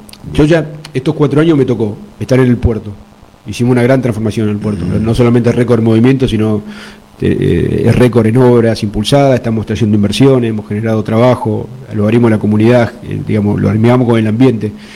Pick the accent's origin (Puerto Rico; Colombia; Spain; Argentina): Argentina; Bahía Blanca, Buenos Aires Province; born there; Vivo a 5 cuadras donde nací. Nací el 25 de mayo del 200, ahora vivo en Villarino el 600.